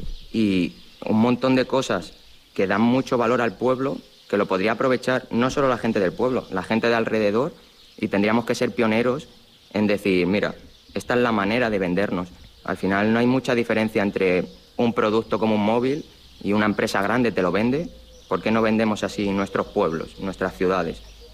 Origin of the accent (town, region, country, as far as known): Los Navalmorales, Castilla-La Mancha, Spain